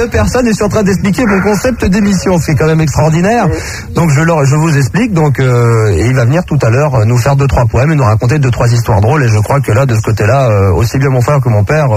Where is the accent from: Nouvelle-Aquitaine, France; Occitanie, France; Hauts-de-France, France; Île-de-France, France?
Île-de-France, France; Versailles; born there; Je suis né aux Franciscaines, t'as qu'à y aller, vous y allez tous demain.